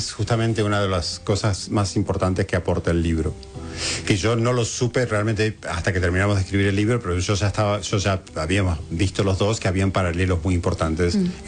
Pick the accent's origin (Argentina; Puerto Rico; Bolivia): Argentina; Patagonia; Pero llegó un punto que cuando me preguntaban de dónde era, yo soy de la Patagonia, ¿no? Es decir, porque ahí fue mi etapa formativa, y en esa estancia particularmente.